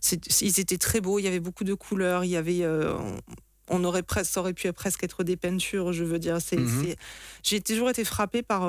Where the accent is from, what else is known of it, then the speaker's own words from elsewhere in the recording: Occitanie, France; moved away as an adult; now in near Nîmes, France; Je suis donc originaire d'à côté de Béziers, qui est une ville où il y a une forte tradition taurine aussi.